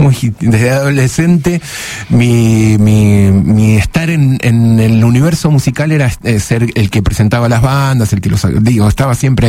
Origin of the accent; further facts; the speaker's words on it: Ushuaia, Tierra del Fuego, Argentina; yo soy no nací, pero crecí en Ushuaia, y no tengo ninguna capacidad musical, absolutamente ninguna.